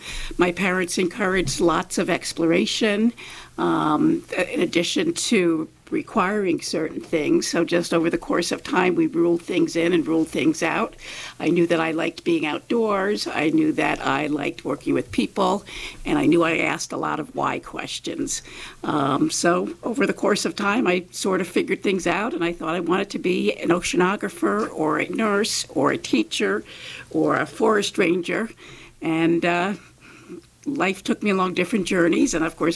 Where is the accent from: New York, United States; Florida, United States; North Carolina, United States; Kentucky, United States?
New York, United States; Catskill Mountains; I grew up in the Catskill Mountains of New York, just outside of Kingston, New York, in a teeny tiny town, 3 miles away from anything.